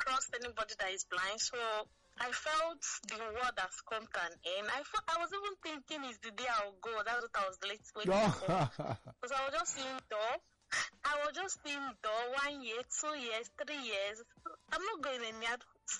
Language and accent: English; Lagos, Nigeria; also born or lived in Imo State, Nigeria; I'm from Imo State. I'm visually impaired, I am not seen as in visually impaired, but I do business, and I stay out and brought up in Lagos.